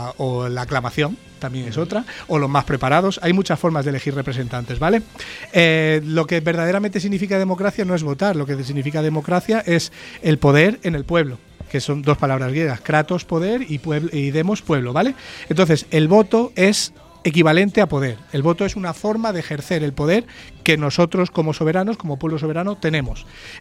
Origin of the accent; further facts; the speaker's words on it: Spain; somos todos los españoles los que votamos